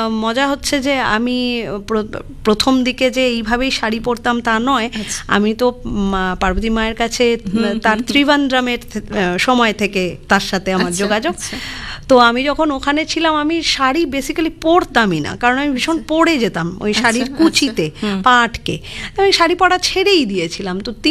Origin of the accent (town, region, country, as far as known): Chittagong, Chittagong Division, Bangladesh